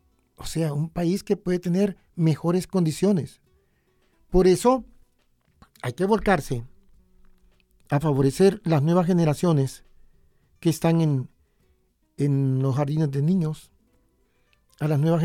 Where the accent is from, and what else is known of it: Honduras